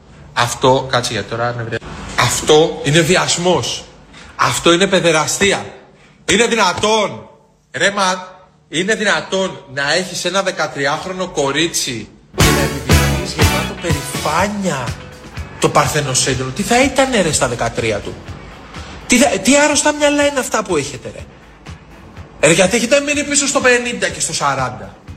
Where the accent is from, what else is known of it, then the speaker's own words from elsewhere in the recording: Greece; είμαι Έλληνας τσιγκάνος